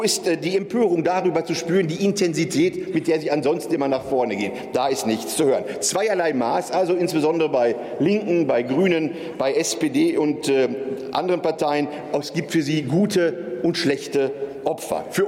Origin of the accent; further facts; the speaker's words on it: Gera, Thuringia, Germany; In meiner Heimatstadt Gera wurde vor etwa einem Jahr eine Frau von ihrem georgischen Ehemann in einer Straßenbahn mit Benzin übergossen